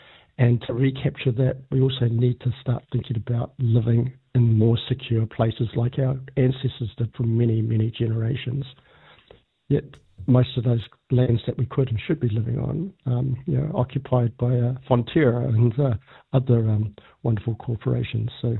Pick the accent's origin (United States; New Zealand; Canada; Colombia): New Zealand; Maketu, Bay of Plenty; So I'm from Makutu. We used to live up on the cliffs behind Makutu